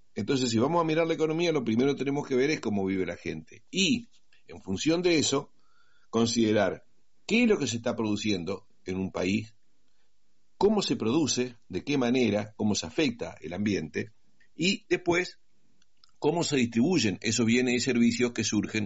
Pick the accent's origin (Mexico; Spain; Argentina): Argentina; somos los propios argentinos